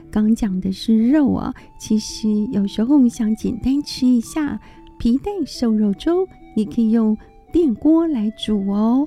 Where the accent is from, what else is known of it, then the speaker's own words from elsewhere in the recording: Taiwan; 我们其实台湾人